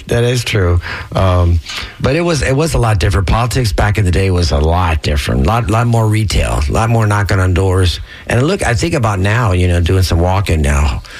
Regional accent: Tampa, Florida, United States; what it was like growing up in Tampa in the 60s, 70s, and whatever.

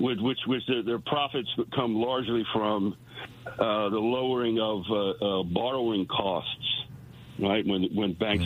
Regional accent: East Coast, United States; I'm originally from the East Coast.

